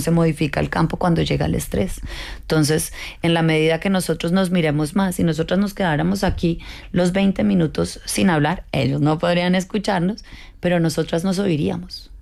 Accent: Colombia; yo vengo de Colombia, que es un país con mucho conflicto

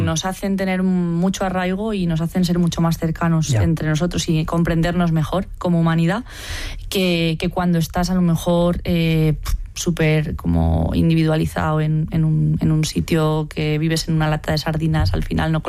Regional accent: Community of Madrid, Spain; moved away as an adult; now in Villamayor de Santiago, Spain; nací en Madrid y me crié un poco en la periferia madrileña

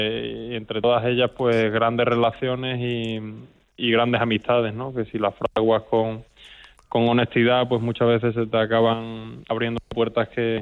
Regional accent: Extremadura, Spain; pues es de su origen está aquí en mi tierra, en Extremadura

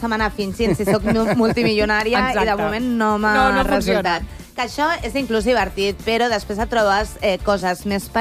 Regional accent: Barcelona, Catalonia, Spain; accent: Barcelona Catalan; Perdó, que el meu català és català de Barcelona. És una barreja.

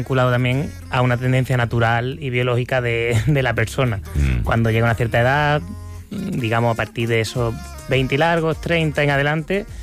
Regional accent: Córdoba, Andalusia, Spain; now in Barcelona, Spain; Y bueno, yo soy del sur, llevo aquí ya casi 9 años.

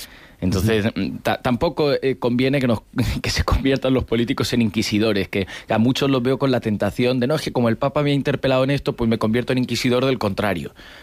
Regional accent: Andalusia, Spain; now in Madrid, Spain; pues yo que soy andaluz, residente en Madrid

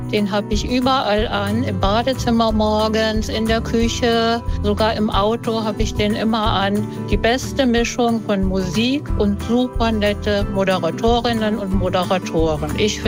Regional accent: Fritzlar, Hesse, Germany; Natürlich Fritzlar, wo ich geboren bin und auch wohne und lebe. Ist eine wunderbare Stadt.

